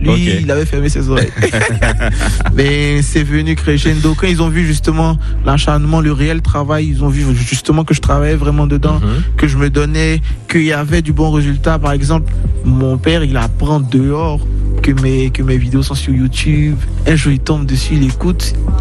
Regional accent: Bingerville, Abidjan, Côte d’Ivoire

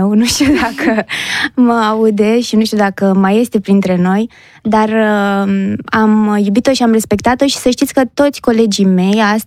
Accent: Galați, Galați County, Romania; Începe în Galați, noi amândouă suntem din Galați și în clasa 1 am aplicat la Colegiul Național Alexandru Ioan Cuza, care avea o singură clasă de limbă franceză.

